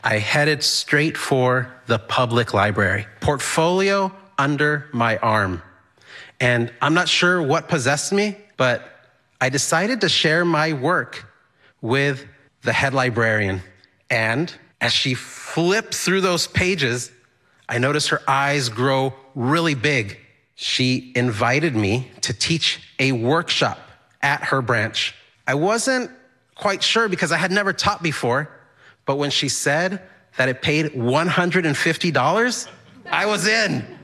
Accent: El Paso, Texas, United States; also born or lived in Juarez, Mexico; now in Boston, United States; I was born and raised in El Paso, Texas, but I was raised in two cities, El Paso, Texas, and Juarez, Mexico. I have been living here in the Boston area for, I would say, about 21 years

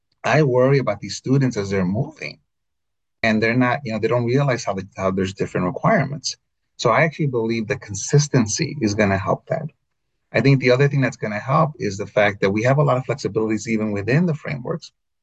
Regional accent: Illinois, United States; born or raised there; also born or lived in Texas / Nevada; now in Massachusetts, United States

